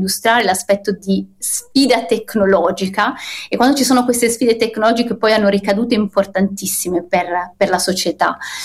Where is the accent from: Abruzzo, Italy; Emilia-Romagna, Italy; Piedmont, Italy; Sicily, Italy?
Abruzzo, Italy; L'Aquila; io vengo dall'Aquila, io lavoro al Gran Sasso Science Institute